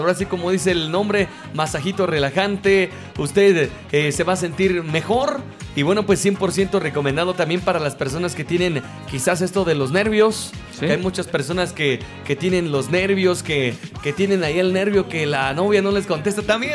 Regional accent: Senguio, Michoacán, Mexico; Soy de Senguio.

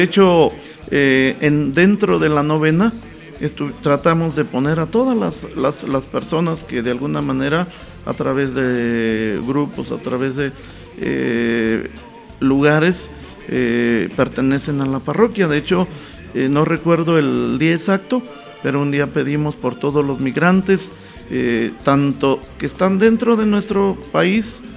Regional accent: Villas Fuentes, Mexico; moved away; Concretamente estuve en mi tierra, que se llama Villas Fuentes.

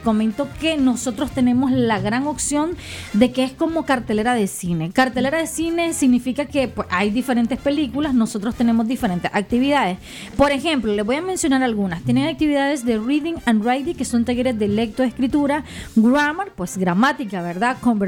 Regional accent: Nicaragua; como nicaragüense, lo digo como nicaragüense, estamos acostumbrados a inscribirnos, sentarnos en un pupitre

